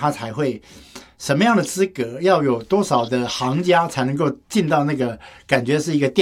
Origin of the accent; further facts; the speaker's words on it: Tainan, Taiwan; 因为我的老家在台南哦